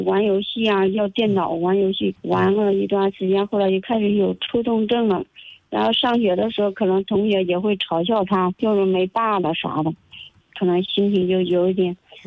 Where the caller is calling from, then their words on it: Lianyungang, Jiangsu, China; 连云港的。